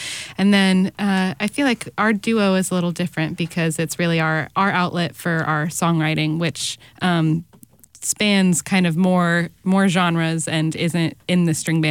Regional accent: Lexington, Virginia, United States; now in Durham, United States; I grew up in Lexington, Virginia, which is about 3.5 hours from Durham.

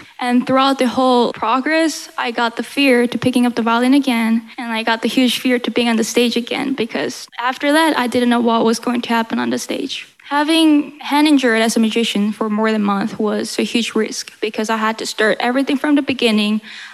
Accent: Atlanta, Georgia, United States; now in New York, United States; I'm 18 years old, violinist from Atlanta, Georgia. It says I'm from New York, but I go to school in New York, but I'm from Atlanta, Georgia.

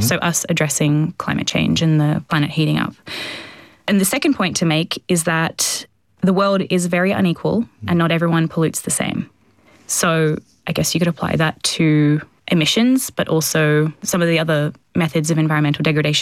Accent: Australia; And I grew up in Australia, so I had plenty of exposure therapy.

